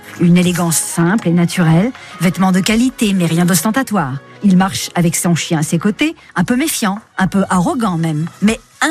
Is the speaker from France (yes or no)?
yes; South-West France, France; Moi, j'ai grandi dans le Sud-Ouest